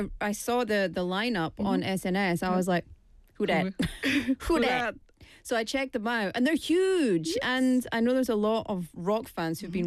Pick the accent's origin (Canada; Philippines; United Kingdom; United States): United Kingdom; Scotland; now in South Korea; as a non-Korean, like as a Scottish person